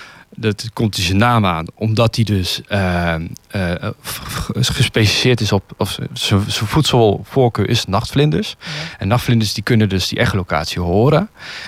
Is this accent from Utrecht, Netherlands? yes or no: yes; Amersfoort, Utrecht, Netherlands; moved away; ik kom uit het Westen. Hè. Ik ben een Amersfoort.